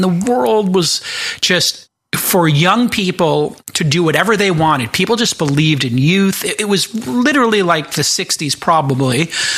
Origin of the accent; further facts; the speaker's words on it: New York, United States; also born or lived in California; now in Austin, United States; I grew up in Brooklyn